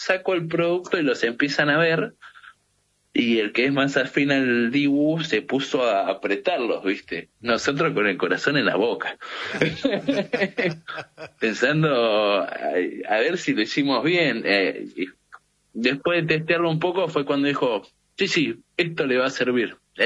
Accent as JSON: {"language": "Spanish", "town": "Mar del Plata", "region": "Buenos Aires Province", "country": "Argentina", "said": "pensar que somos dos chicos de Mar del Plata de 20 años que lo inventamos en un garage."}